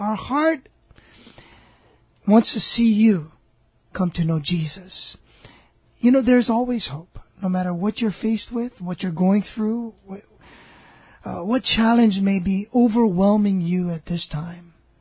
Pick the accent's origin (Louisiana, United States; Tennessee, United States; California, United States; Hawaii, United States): Hawaii, United States; Maunalua; born or raised there